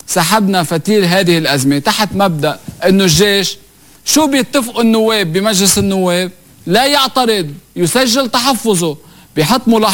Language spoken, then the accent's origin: Arabic; Lebanon; أنا كنائب لبناني قبل ما أكون سني